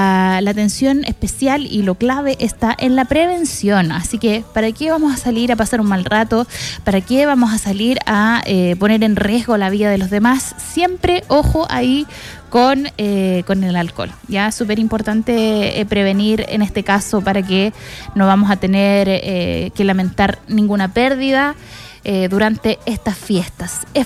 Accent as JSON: {"language": "Spanish", "town": "San Vicente de Tagua Tagua", "region": "O'Higgins", "country": "Chile", "lives_now": "Rancagua, Chile", "said": "las fondas de mi pueblo, amigos, son mejores. No es porque yo sea de San Vicente"}